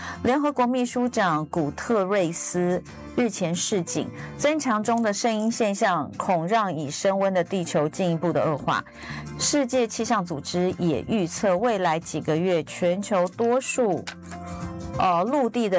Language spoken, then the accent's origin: Chinese; Taiwan